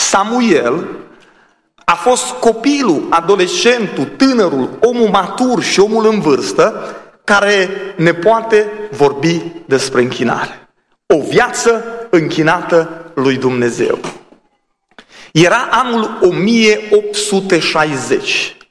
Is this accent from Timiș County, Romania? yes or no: yes; Timișoara, Timiș County, Romania; Eu am crescut în Timișoara, în adunările penticostale și adunările erau multe din ele fără ceas.